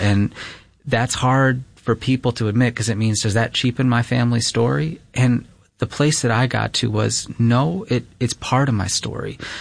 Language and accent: English; Webster, New York, United States; in my school growing up in Webster